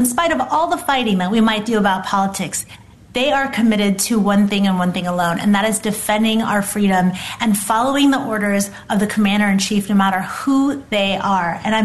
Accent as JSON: {"language": "English", "region": "California", "country": "United States", "tie": "born or raised there", "said": "Like in my home state of California"}